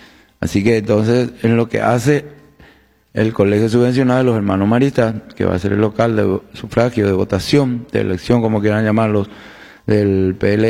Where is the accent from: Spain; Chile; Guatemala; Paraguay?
Paraguay; como paraguayos al tener la cedulación de lo que es ciudadano paraguayo aquí en la República del Paraguay